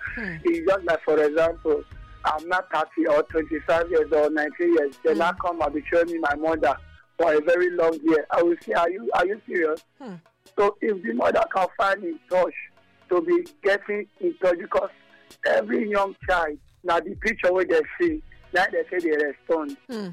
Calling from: Benin; I'm calling from Benin.

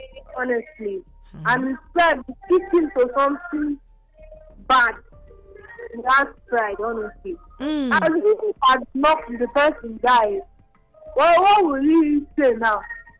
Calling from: Benin City, Edo, Nigeria; Sorry, from Benin.

